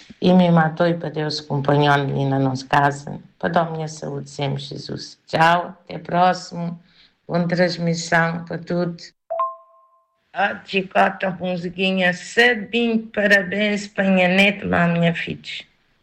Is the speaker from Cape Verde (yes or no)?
yes; Cape Verde; minha juventude na Cabo Verde